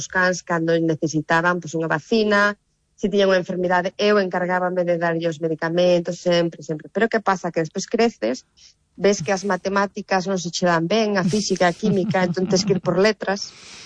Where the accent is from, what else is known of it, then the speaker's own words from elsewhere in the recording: Ponteareas, Galicia, Spain; eu, bueno, son da aldea de toda a vida, non? Son de Ponteareas, dunha aldea de Ponteareas, e sí. Sempre, na miña casa sempre houve animais